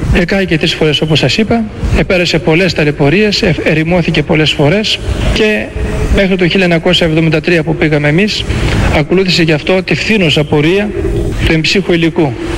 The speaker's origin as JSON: {"language": "Greek", "region": "Thessaly", "country": "Greece", "moved": "yes", "lives_now": "Mount Athos, Greece", "said": "Περισσότεροι μας είμαστε Θεσσαλοί και μάλιστα από την περιοχή των Τρικάλων, κοντά στα Μετέωρα."}